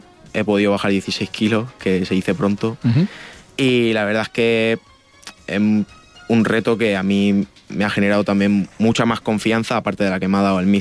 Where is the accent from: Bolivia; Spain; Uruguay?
Spain; Villena, Valencian Community; eso que siempre sentimos de pequeño, de mi pueblo